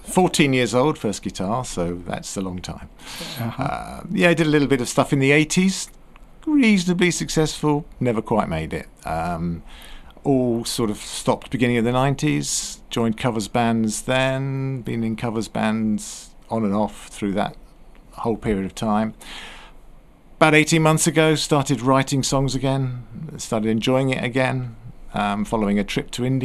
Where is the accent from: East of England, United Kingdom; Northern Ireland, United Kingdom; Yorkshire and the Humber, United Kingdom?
East of England, United Kingdom; St Ives; Yeah, well, St Ives. The gigs so far have been in Somersham, St Ives, Buckton, and someone else I can't remember at the moment.